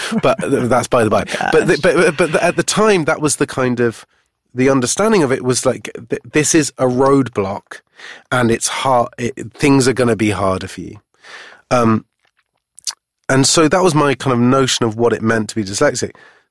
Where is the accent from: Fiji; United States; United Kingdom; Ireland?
United Kingdom; Cheltenham, South West England; I had a really great upbringing in that town.